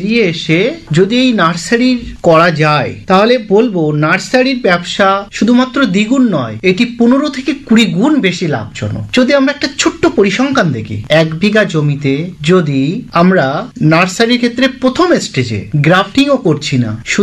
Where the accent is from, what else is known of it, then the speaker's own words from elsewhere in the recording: Kashtodanga, West Bengal, India; আমার গ্রাম কাষ্টডাঙ্গা, police station Haringhata, district Nadia